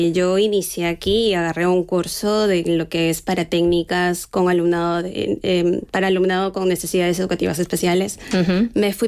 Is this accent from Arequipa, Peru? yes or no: no; Lima, Peru; moved away as an adult; now in Spain; Soy de Lima, de la capital.